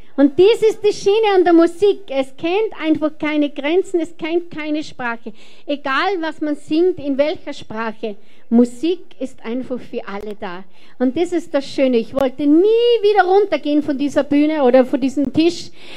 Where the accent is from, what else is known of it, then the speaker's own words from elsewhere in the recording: Austria; ich als Österreicherin